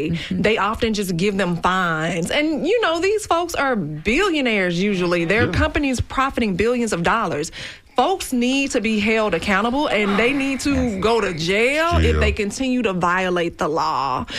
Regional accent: Florida, United States; You know I'm from Duval.

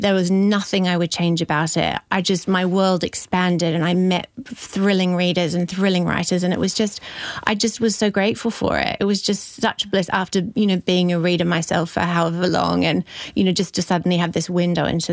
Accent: New Zealand; born or raised there

